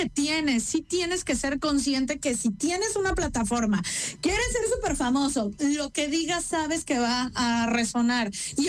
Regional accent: Mexico; ofende, a mi punto de vista, como mujer y como mexicana, me sentí ofendida.

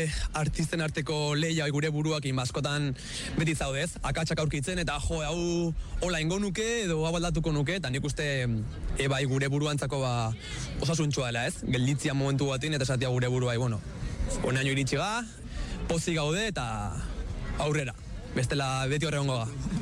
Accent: Oiartzun, Basque Country, Spain; txikitan hasi nintzen ba herriko musika eskolan, Oiartzungo musika eskolan

